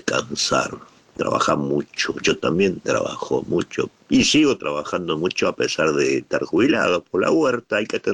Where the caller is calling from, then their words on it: Virrey del Pino, Buenos Aires Province, Argentina; de Virrey del Pino, González Catán.